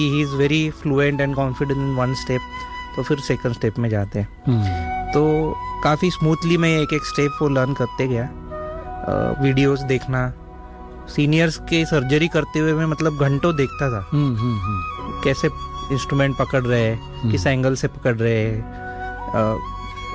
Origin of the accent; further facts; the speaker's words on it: Jalgaon, Maharashtra, India; मैं जलगांव महाराष्ट्र से हूँ, वहाँ पे प्रैक्टिस करता हूँ।